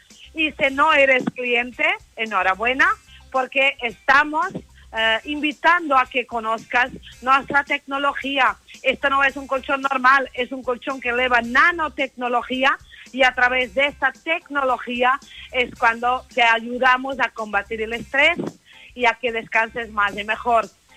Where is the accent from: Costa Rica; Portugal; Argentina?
Portugal; Lisbon; moved away; soy de Lisboa, soy de Portugal, por eso tengo este acento tan raro.